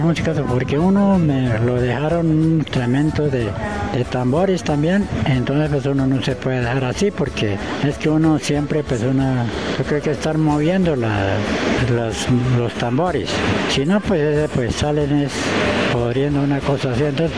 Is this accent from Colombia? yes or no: yes; Colombia; yo soy de Solapa, ¿no? … vereda Solapa.